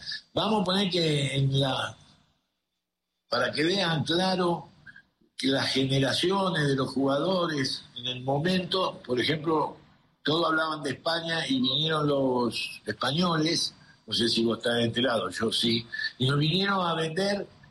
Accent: Mexico; yo lo que estoy pensando es como mexicano, de cómo podemos mejorar.

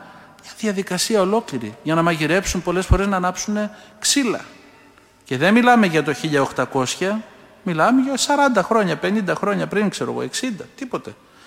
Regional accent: Peloponnese, Greece; Είναι από τα μέρη μου, κάτω από την Κυπαρισία.

